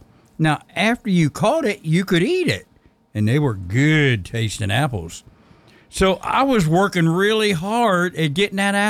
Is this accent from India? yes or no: no; West Virginia, United States; And I thought it was fun growing up in West Virginia.